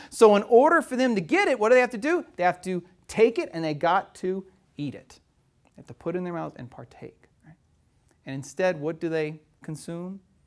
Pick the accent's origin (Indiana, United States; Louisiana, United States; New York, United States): Louisiana, United States; I grew up in South Louisiana, and lots of people have fig trees in their backyard.